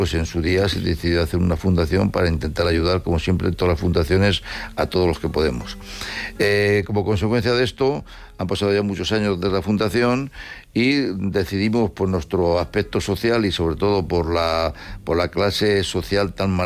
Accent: Madrid, Community of Madrid, Spain; Quizás, bueno, la verdad que yo soy de Madrid

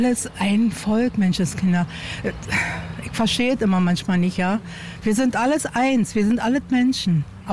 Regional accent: Berlin, Germany; moved away as an adult; now in Brandenburg, Germany; ich bin eingeborene Berliner, bin nach Brandenburg gezogen wegen der Wohnung.

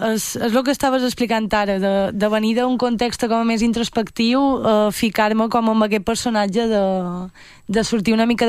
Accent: Marratxí, Balearic Islands, Spain; Jo soc de Marratxí, però faig molta vida a Palma.

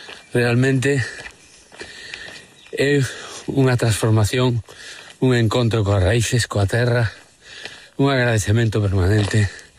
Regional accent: Galicia, Spain; eu como galego me reforza dun xeito moi especial

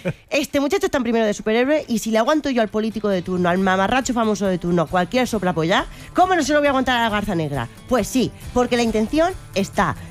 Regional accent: Region of Murcia, Spain; Claro, pues, bueno, es que en verdad no había visto ese superpoder porque como murciana...

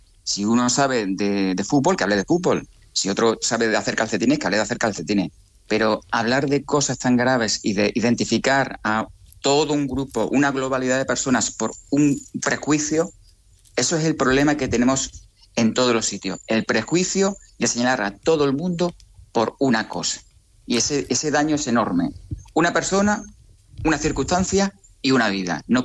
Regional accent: Extremadura, Spain; now in Ceuta, Spain; Siendo yo una persona de Extremadura, que no soy de Ceuta.

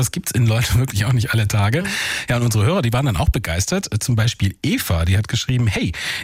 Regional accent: Malmö, Skåne, Sweden; German is a second language; now in Germany; Ich kriege nach 30 Jahren in Südbaden immer noch Kommentare zu meinem Akzent. Ich selber komme aus Malmö.

